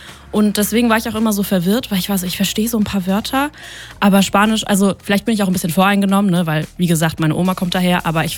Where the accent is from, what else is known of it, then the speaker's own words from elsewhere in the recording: Germany; ich bin aus Deutschland